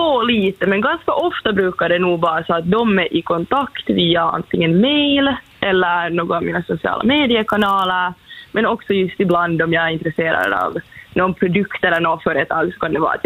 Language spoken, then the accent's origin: Swedish; Finland; jag är liksom finlandssvenska, svenska är mitt modersmål, så sen kan jag använda till exempel ordet blush istället för rouge